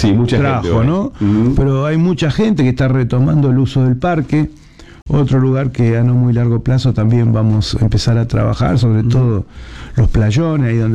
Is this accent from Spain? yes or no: no; Argentina; los argentinos, viste, que somos pasionales